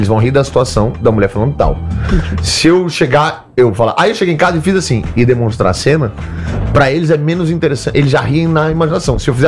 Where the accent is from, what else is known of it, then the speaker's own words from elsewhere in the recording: Brazil; Eu sou humorista brasileiro, é isso que eu